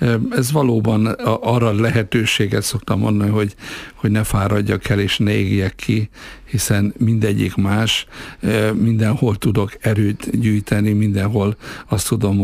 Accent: Miskolc, Borsod-Abaúj-Zemplén, Hungary; én miskolci születésű vagyok, én itt nőttem, itt jártam általános iskolába, középiskolába, 13 éves korom óta zenélek.

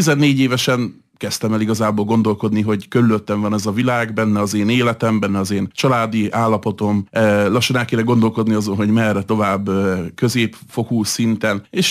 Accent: Hungary; főleg itt Európában magyarként

